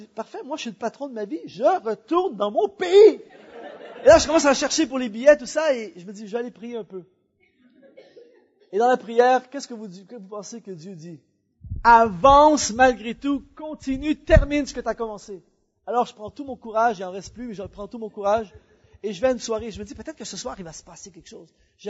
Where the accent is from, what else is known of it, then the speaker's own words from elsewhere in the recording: Canada; Je suis retourné chez nous au Canada.